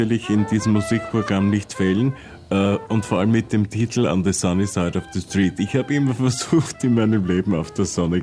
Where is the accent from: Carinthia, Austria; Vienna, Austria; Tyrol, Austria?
Vienna, Austria; Ich bin halt einmal Österreicher, ich bin ein Wiener